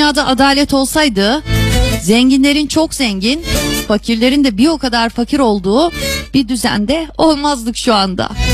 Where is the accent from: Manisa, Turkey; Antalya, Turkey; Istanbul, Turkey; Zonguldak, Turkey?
Zonguldak, Turkey; Çaycuma; Çaycuma'da doğma büyüme biri olarak, Çaycuma'nın karış karış yerlerinin nasıl değerli olduğunu bilerek sizlere bunu söylüyorum.